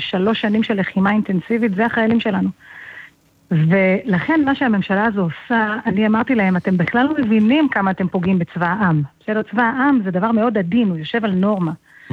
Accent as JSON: {"language": "Hebrew", "town": "Jerusalem", "region": "Jerusalem District", "country": "Israel", "tie": "born or raised there", "said": "אני בת 44, יש לי 4 ילדים, 3 בנים ובת. נולדתי וגדלתי בירושלים."}